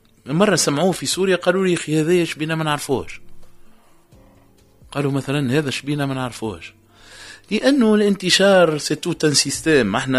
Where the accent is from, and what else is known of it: Tunisia